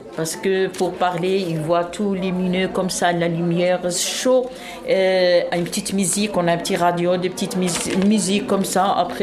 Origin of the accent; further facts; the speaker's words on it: Algeria; Oui, oui, oui. Moi, je suis algérienne.